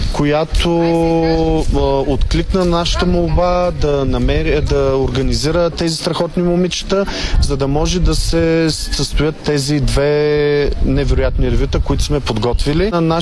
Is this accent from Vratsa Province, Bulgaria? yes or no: no; Stara Zagora, Stara Zagora Province, Bulgaria; now in London, United Kingdom; Аз съм от Стара Загора.